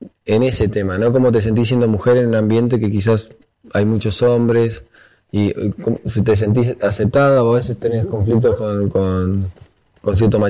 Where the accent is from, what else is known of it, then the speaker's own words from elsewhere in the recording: La Plata, Buenos Aires Province, Argentina; now in Buenos Aires, Argentina; yo soy de La Plata, pero somos básicamente de Buenos Aires